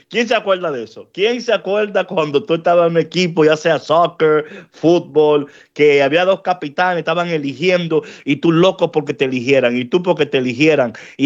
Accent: New York, United States; yo crecí en New York.

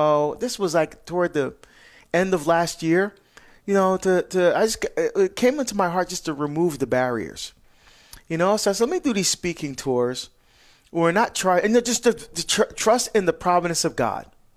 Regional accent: New Jersey, United States; born there; moved away; I go to my home state of New Jersey.

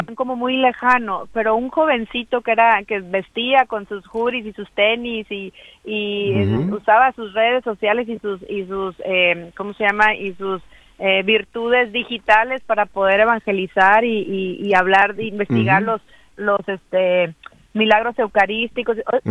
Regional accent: Tamaulipas, Mexico; Pues sí, bueno, yo soy de Tamaulipas, México, y soy la más chica de cuatro hermanos.

